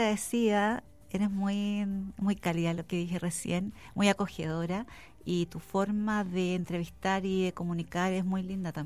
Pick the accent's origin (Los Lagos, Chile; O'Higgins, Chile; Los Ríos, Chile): O'Higgins, Chile; San Vicente de Tagua Tagua; born there; now in Santiago, Chile; de Santiago. Bueno, nací en San Vicente, Tahuatahua.